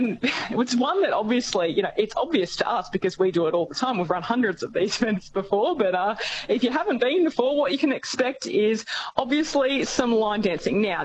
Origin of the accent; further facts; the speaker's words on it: Queensland, Australia; So myself and my friend, fellow co-founder, Kate Strong, we're both from Queensland.